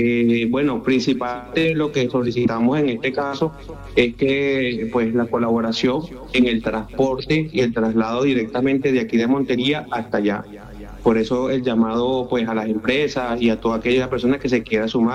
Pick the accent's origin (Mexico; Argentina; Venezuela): Venezuela; now in Colombia; aquí todos somos venezolanos, aquí todos somos una sola patria